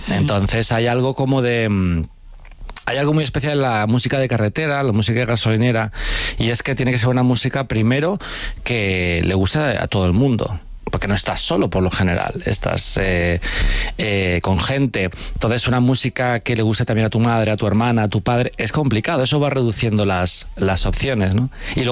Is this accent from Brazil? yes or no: no; Alcorcón, Community of Madrid, Spain; cuando decían, ¿tú de dónde eres? Yo decía Alcorcón, la gente era como... ¿sabes? En plan, como que les parecía gracioso ser de Alcorcón.